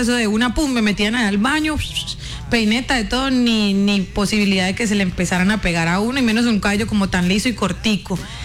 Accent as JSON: {"language": "Spanish", "country": "Venezuela", "said": "De cuando la sacábamos de mi tierra ya en no, Venezuela."}